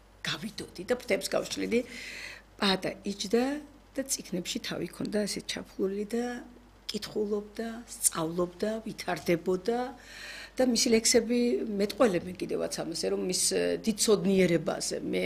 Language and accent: Georgian; Natanebi, Guria, Georgia; moved away; ნატანებში ჩვენ სოფელში, სადაც დავიბადეთ და გავიზარდეთ მე და პაატა